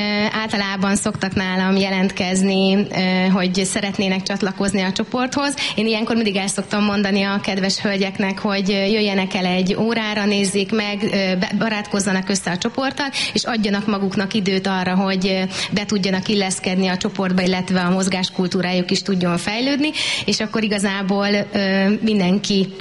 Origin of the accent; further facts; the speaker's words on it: Szarvas, Békés, Hungary; born there; Valóban szarvasi születésű vagyok. Békés megyei vagyok.